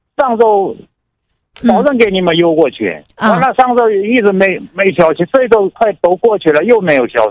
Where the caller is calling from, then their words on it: Yanbian, Jilin, China; 我在延边。